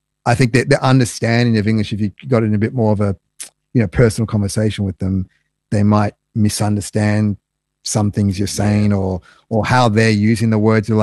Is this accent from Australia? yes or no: yes; Australia; I'm from Australia and that, and they'd be like, oh, Australia.